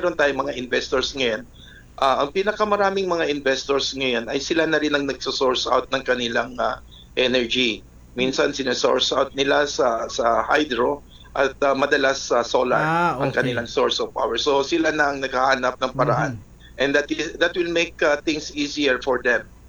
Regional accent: Bangsamoro Autonomous Region in Muslim Mindanao, Philippines; sa amin sa Bangsamoro

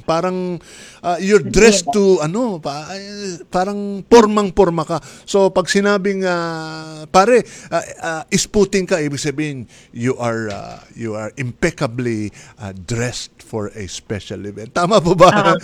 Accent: Pasay, Metro Manila, Philippines; when I was growing up sa Pasay City

